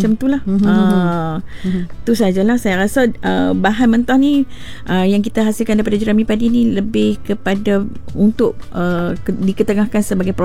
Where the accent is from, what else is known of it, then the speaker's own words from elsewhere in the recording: Kuala Nerang, Kedah, Malaysia; Asal saya orang Kuala Nerang.